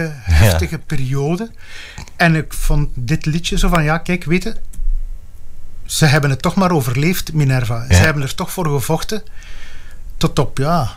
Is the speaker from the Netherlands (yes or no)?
no; Beveren, Flanders, Belgium; Komende van het Waasland